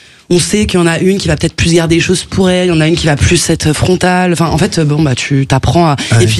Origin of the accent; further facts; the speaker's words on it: Saint-Denis, Île-de-France, France; On a grandi à Saint-Denis dans le 93.